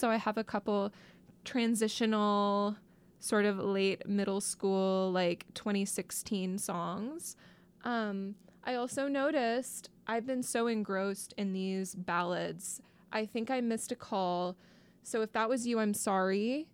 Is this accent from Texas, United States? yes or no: yes; Dallas, Texas, United States; growing up in Dallas